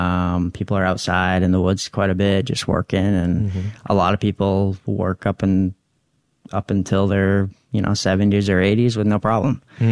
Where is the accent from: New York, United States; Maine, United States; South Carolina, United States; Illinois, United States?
Maine, United States; Houlton; I'm from Houlton.